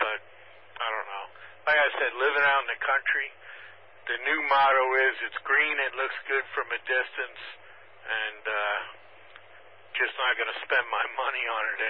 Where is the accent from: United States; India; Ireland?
United States; New York; moved away; growing up in New York